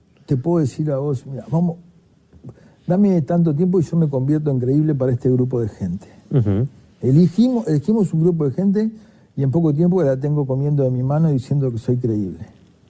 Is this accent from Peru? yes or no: no; Uruguay; Somos los uruguayos que tenemos un problema con la libertad.